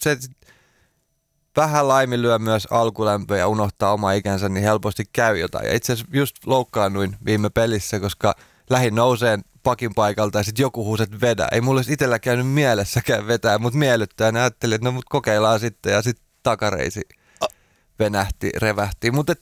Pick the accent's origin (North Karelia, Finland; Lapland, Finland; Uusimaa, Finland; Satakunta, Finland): Uusimaa, Finland; Nummela; born there; also born or lived in Järvenpää / Halkia, Pornainen; Nummela tuntuu mulle niin kuin kotipaikalta. Et siellä mä oon niin kuin nuoruuden viettänyt ja että jotenkin jos multa kysytään, että mistä mä oon kotosin, niin se tulee jotenkin automaattisesti, että mä oon Nummelasta.